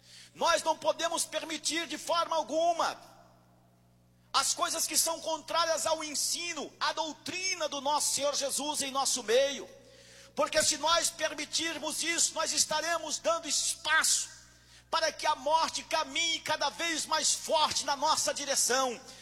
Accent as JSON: {"language": "Portuguese", "region": "São Paulo", "country": "Brazil", "said": "Eu estou em São Paulo, eu sou paulista."}